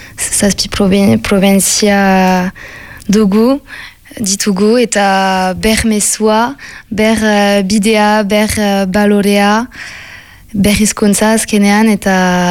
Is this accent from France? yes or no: yes; Ustaritz, Nouvelle-Aquitaine, France; Beraz, bai honan sortu naiz, baina ustaritzen hasi nintzen, nire gurasoekin, aitatxi eta amatxirekin. Eta orain berriz bai honara joan naiz bizitzera, beraz, ustaritzekoa naiz.